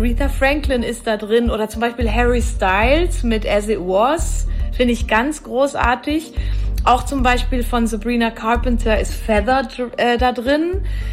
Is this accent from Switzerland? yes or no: yes; Valais, Switzerland; Ja, mein Lieblings-Walliser Wort, ich komme ja aus dem Wallis ursprünglich, ist Pfiffoltra.